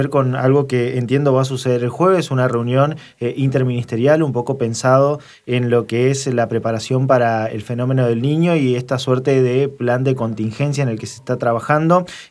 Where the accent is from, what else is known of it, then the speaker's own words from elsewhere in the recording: Corrientes, Argentina; lo que nos genera a los correntinos